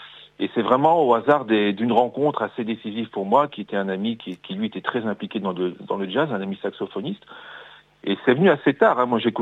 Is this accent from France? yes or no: yes; Grand Est, France; Ah oui, moi j'habite tout près de Metz, j'ai toujours vécu dans la région. Mmh. Voilà, je suis un vrai Lorrain naissance.